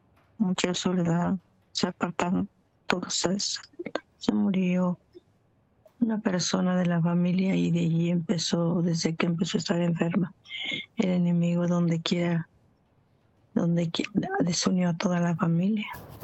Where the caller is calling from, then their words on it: Michoacán, Mexico; Soy de México, de Michoacán, de acá de Michoacán.